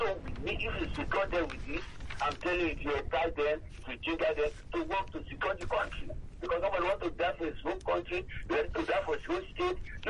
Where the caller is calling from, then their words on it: Ikeja, Lagos, Nigeria; We're calling from Ikeja.